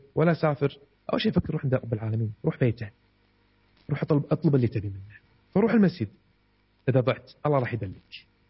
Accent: Kuwait; عندنا بالكويت

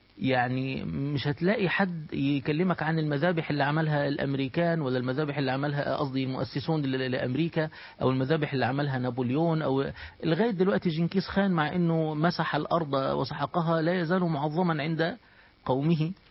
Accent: Egypt; باعتباري مصري

